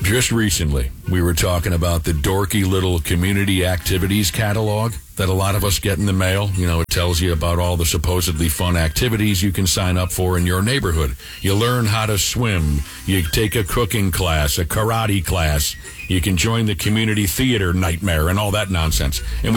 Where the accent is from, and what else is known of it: Pomona, California, United States; born or raised there